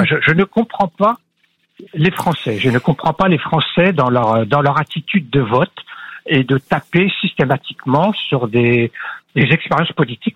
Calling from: Narbonne, Occitanie, France; J'appelle de Narbonne.

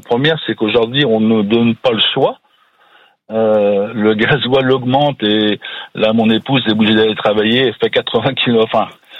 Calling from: Gorges, France; Alors, j'habite à Gorge.

